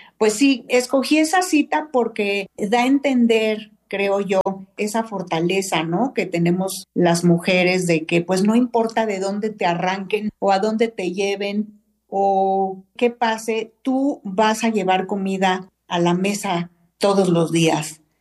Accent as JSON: {"language": "Spanish", "country": "Mexico", "said": "así somos las mujeres mexicanas."}